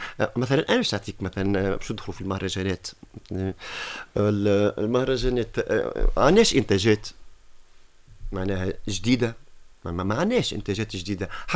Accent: El Kef, Kef Governorate, Tunisia; نحن الكافية

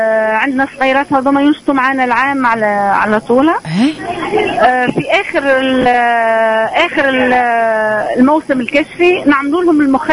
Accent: Chenini, Tunisia

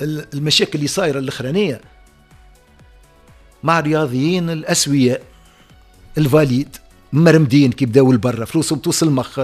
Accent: Tunisia; على خاطر ما عادش عندنا في تونس رجال موجودين في الجامعات الدوليه

